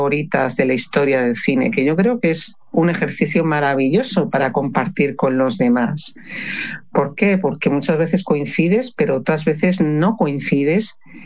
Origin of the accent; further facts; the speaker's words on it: Pamplona, Navarre, Spain; Asocio mi infancia, que yo vivía en Pamplona cuando era niña